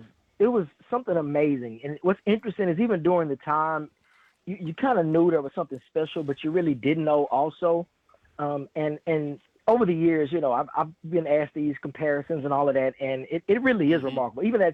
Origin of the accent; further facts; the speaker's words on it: Dallas, Texas, United States; moved away; being a Dallas boy, I grew up born and raised in Dallas